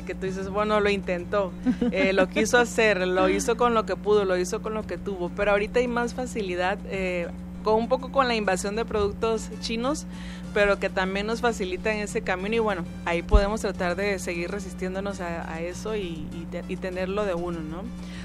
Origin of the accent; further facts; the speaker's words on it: Mexico; es parte de lo que nosotros tenemos como mexicanos